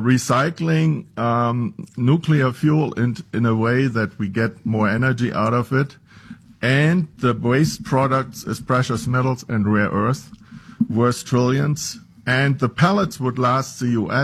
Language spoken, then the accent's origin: English; Berlin, Germany; English is a second language; moved away as an adult; now in United States; I was born and raised in Berlin. I went to school there.